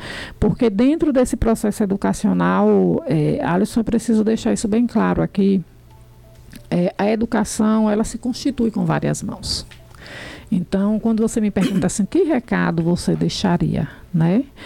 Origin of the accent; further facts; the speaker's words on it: Piritiba, Bahia, Brazil; born there; Onde eu nasci e plantei a minha semente, onde eu constituí minha família.